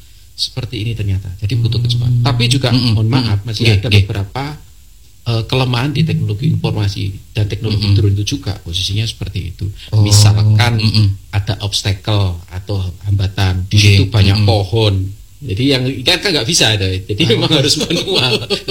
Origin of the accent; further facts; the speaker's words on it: Malang, East Java, Indonesia; born there; Ah, kalau saya kelahiran Malang ya Pak ya.